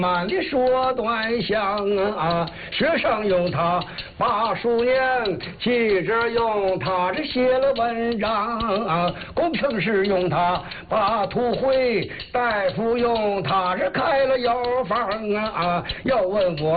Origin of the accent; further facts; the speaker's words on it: Qiqihar, Heilongjiang, China; 我到天津去吧，天津人不知道我是齐齐哈尔人，